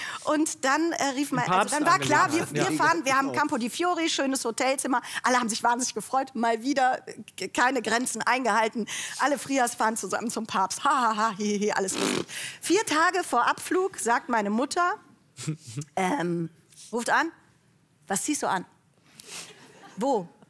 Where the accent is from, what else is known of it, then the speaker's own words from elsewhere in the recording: Cologne, North Rhine-Westphalia, Germany; Du kannst dir ungefähr vorstellen, in welchem Spannungsverhältnis ich lebe als Kölnerin.